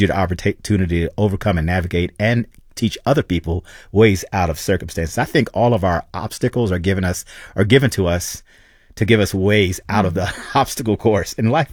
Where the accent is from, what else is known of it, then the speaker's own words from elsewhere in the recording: New Jersey, United States; I'm from New Jersey where we have beaches and boatwork and sand, but I like home and I like watching people tell stories.